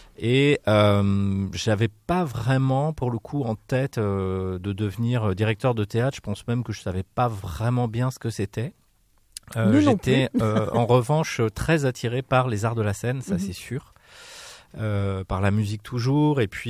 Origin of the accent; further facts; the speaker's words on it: Bressuire, Nouvelle-Aquitaine, France; moved away; also born or lived in Poitiers / Vernouillet / Cherbourg / Perpignan; Alors moi, je suis né à Poitiers. Mais j'ai grandi, je suis juste né à Poitiers, j'ai grandi dans une petite ville des Deux-Sèvres qui s'appelle Bressuire.